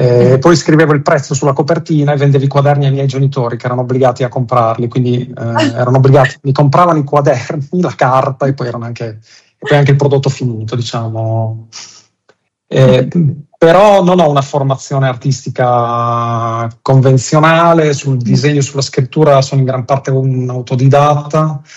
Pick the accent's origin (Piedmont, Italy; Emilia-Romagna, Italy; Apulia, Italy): Emilia-Romagna, Italy; Modena; moved away as an adult; now in Bologna, Italy; io sono nato e cresciuto a Modena, anche se vivo a Bologna da quasi 30 anni.